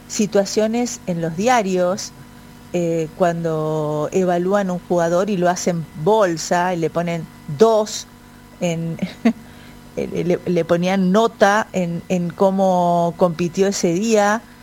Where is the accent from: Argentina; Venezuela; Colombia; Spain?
Argentina; nosotros somos pasionales los argentinos